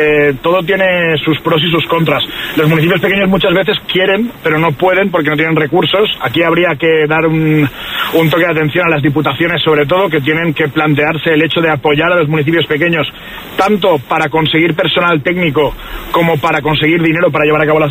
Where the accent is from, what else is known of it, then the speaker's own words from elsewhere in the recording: Valencia, Valencian Community, Spain; yo, por ejemplo, soy de Valencia y en mi tierra hay muy poquitas empresas que se dediquen a obra forestal